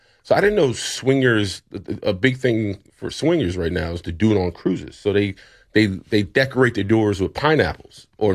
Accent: New York, United States; We're all from New York.

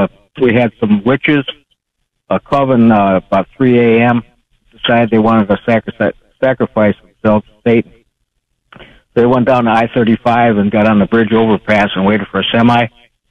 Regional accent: Wisconsin, United States; also born or lived in Texas; I worked for the Travis County Medical Examiner in Texas for a while. I'm originally from Wisconsin

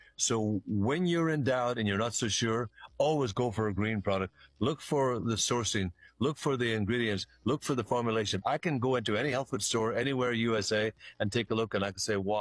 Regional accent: Ireland; moved away; I was a sickly child when I was growing up in Ireland.

